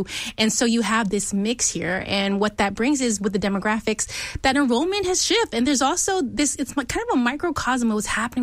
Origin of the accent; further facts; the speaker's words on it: Fort Bend County, Texas, United States; I grew up in Fort Bend County. I went to a Fort Bend school district.